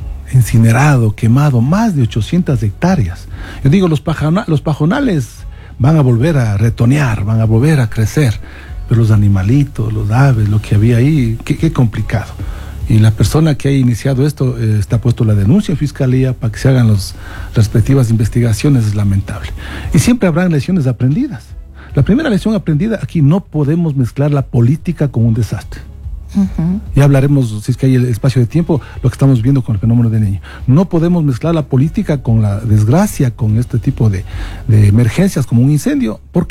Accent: Imbabura, Ecuador; como ecuatorianos, en este caso como imbabureños.

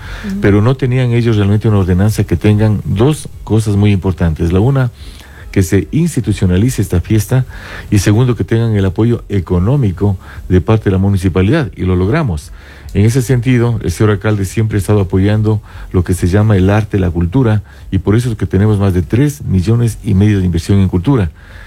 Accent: San Antonio de Ibarra, Imbabura, Ecuador; yo soy de San Antonio.

